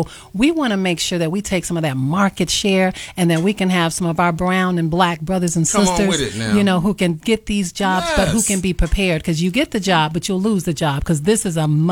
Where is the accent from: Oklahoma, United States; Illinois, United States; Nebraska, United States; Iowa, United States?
Illinois, United States; Chicago; born or raised there